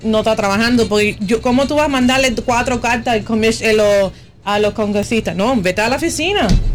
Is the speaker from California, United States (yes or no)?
no; Miami-Dade, Florida, United States; Miami-Dade es mi pueblo